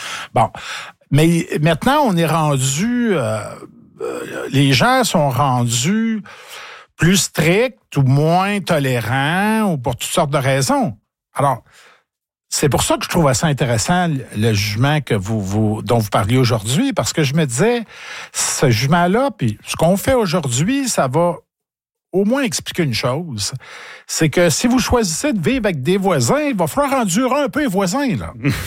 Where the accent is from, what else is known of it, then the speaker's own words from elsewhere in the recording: Nicolet, Quebec, Canada; C'est que moi, je viens de Nicolette, OK? Bon, alors moi, mon grand-père était avocat à Nicolette à l'époque.